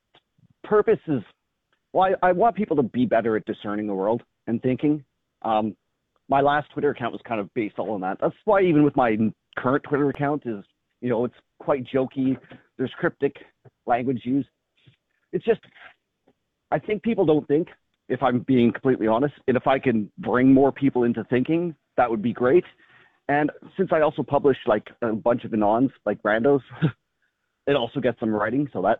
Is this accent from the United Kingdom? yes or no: no; Canada; Then the trucker hat, because I'm Canadian.